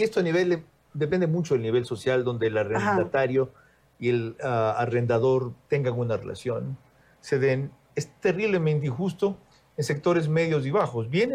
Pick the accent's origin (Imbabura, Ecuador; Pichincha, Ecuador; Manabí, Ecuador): Manabí, Ecuador; Bahía de Caráquez; estamos en Loja y en Bahía de Caracas, mi tierra